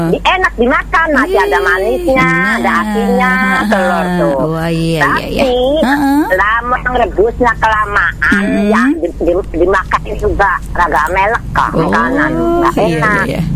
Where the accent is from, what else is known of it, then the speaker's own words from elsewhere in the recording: Java, Indonesia; Kita wong Jawa mah lawuane.